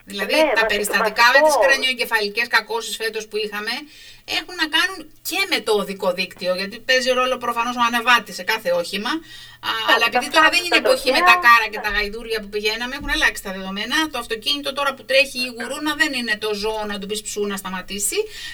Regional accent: Zakynthos, Ionian Islands, Greece; σαν κάτοικος πολλές δεκαετίες και του κέντρου της πόλης και άλλων τουριστικών περιοχών, ένιωθα ότι με διώχνει ο τόπος μου, κυρία Αρβανιτάκη. Αυτή την αίσθηση είχα εγώ στη Ζάκυνθο φέτος.

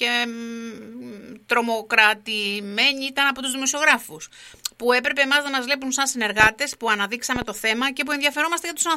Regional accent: Greece; έχω την εντύπωση ως Ελληνίδα πολίτης

